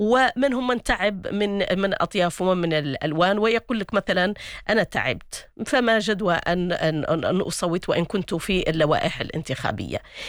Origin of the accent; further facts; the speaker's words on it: Morocco; احنا كمواطنين مغاربة